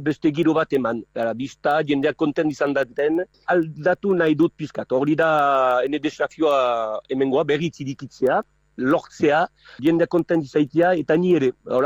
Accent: Hasparren, Nouvelle-Aquitaine, France; Azparnetik heldu naiz

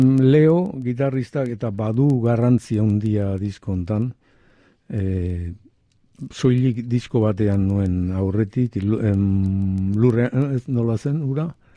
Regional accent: Oñati, Basque Country, Spain; accent: Biscayan; first language Basque (Biscayan dialect)

